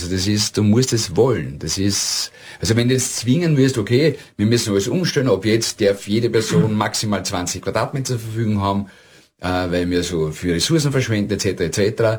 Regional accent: Vienna, Austria; Ich bin in Favoriten aufgewachsen

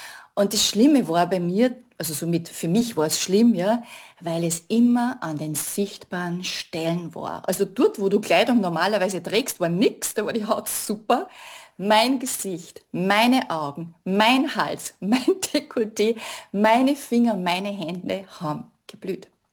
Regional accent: Lower Austria, Austria; moved away as an adult; also born or lived in Vienna; now in Salzburg, Austria; Ich lebe seit 26 Jahren in Salzburg, komme ursprünglich aus dem Mostviertel, also aus Niederösterreich, habe vor 26 Jahren die Wahlheimat Salzburg entdeckt und bin tatsächlich geblieben.

